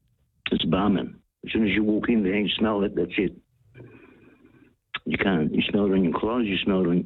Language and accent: English; Melbourne, Victoria, Australia; I grew up in Fitzroy, mate. There were 36 pubs in Fitzroy when I grew up